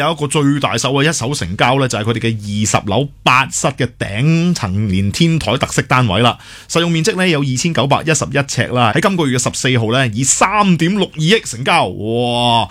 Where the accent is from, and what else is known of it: Hong Kong